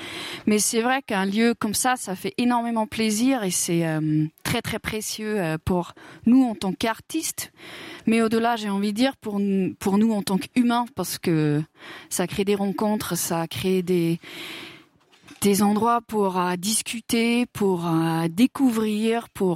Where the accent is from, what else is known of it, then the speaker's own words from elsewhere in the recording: Lucerne, Switzerland; Et par exemple, chez moi à Lucerne, il n'y a pas ça.